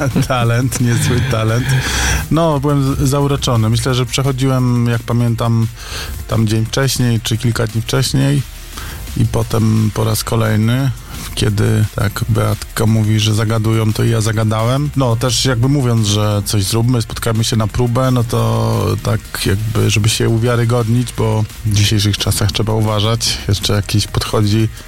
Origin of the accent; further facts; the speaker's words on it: Lesser Poland, Poland; also born or lived in Kraków; now in Toruń, Poland; Znaczy, pochodzę z pod Limanowej, to w Limanowej się uczyłem w szkole muzycznej, ale na klarnecie.